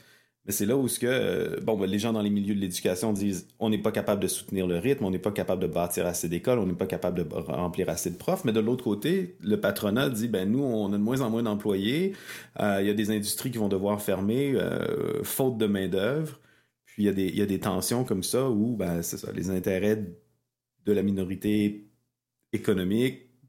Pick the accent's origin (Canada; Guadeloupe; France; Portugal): Canada; Quebec; Chez nous, au Québec, par exemple, on voit cette tension-là au niveau de l'immigration, par exemple.